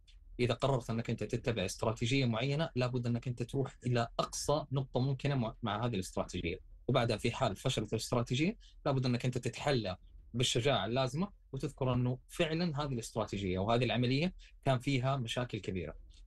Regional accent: Saudi Arabia; اللي نشاهده إحنا عندنا في السعودية

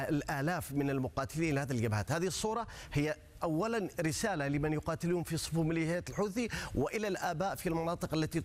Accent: Yemen; نحن مواطنين يمنيين

